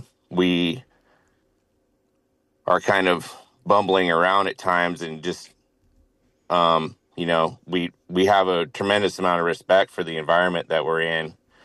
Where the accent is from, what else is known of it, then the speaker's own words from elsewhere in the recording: California, United States; I grew up in Southern Humboldt on Elk Ridge.